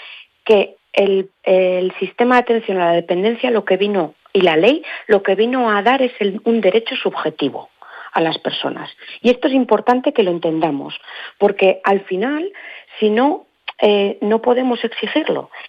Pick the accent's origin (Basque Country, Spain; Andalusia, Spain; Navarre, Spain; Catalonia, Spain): Navarre, Spain; moved away as an adult; now in Aragon, Spain; Yo soy de Navarra, he trabajado en Navarra